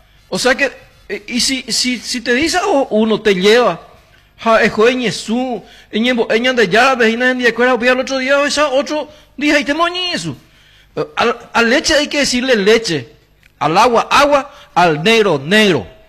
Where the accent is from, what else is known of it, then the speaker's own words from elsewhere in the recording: Paraguay; como ciudadano, como paraguayo, como padre de familia